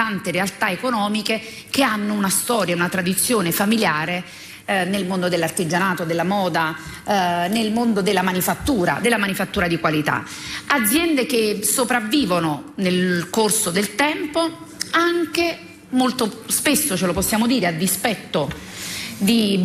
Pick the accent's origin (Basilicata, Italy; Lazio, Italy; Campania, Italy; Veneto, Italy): Campania, Italy; Naples; come napoletana innanzitutto